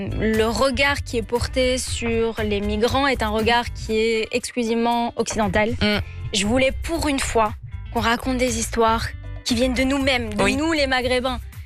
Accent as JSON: {"language": "French", "country": "Belgium", "said": "on est belge. On a des nationalités, il y en a qui ont grandi en Belgique, qui sont nés en Belgique, enfin voilà, on vient de partout de l'Occident, et puis en fait on a des racines maghrébines"}